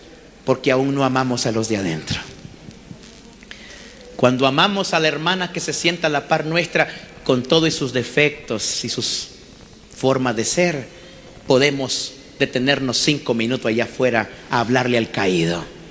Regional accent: Nicaragua; now in Guatemala; yo soy nicaragüense. Yo no hablo mam, yo hablo quiché. No lo hablo todo, por supuesto, todo el idioma, pero hablo quiché. Me gusta el idioma.

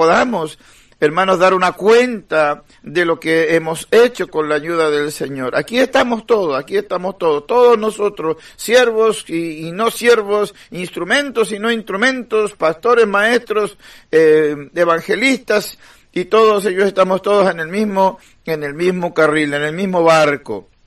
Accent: Chile

